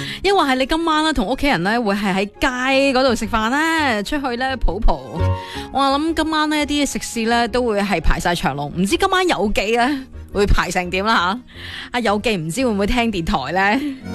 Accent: Guangdong, China; 我哋广东人都系永远嗰餐饭都系离唔开嘅，真系一定要白切鸡。

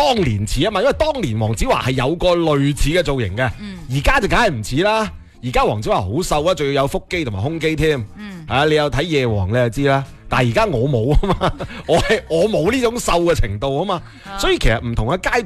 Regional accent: Guangdong, China; 我哋广东人

